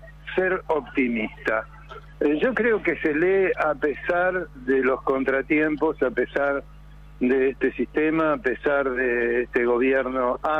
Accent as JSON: {"language": "Spanish", "region": "Buenos Aires", "country": "Argentina", "tie": "born or raised there", "said": "yo tengo 78, Víctor Hugo. Cuando yo era pibe, yo nací en Mataderos, en un barrio de calle de tierra, y nadie leía en el barrio."}